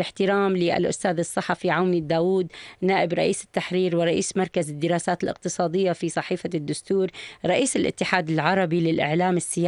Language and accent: Arabic; Jordan; في بلدنا الأردن الحبيب